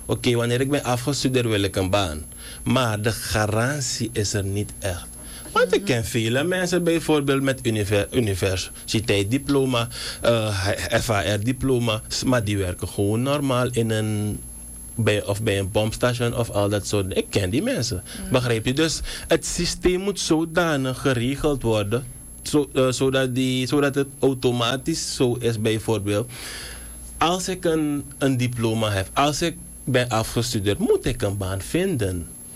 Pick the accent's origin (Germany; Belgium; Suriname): Suriname